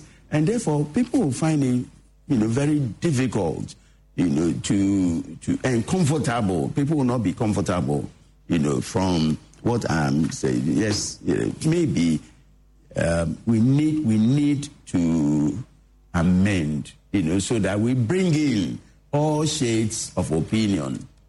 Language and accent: English; Ghana; I mean, I'm a Ghanaian, so I know how these things work.